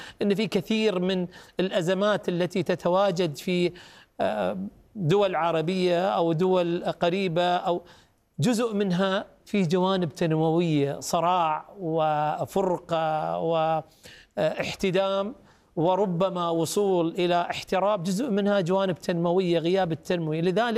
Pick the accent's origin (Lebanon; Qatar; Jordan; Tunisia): Qatar; نحن حتى كقطريين